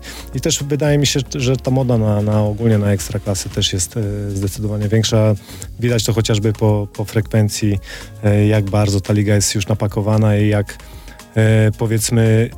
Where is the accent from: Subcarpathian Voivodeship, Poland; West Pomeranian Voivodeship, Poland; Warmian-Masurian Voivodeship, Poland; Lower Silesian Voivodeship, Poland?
West Pomeranian Voivodeship, Poland; Kołobrzeg; ja jestem z Kołobrzegu, pochodzę z Kołobrzegu i tam zawsze była ta zgoda Pogoni z Legią, to było coś normalnego i ja się na tym wychowałem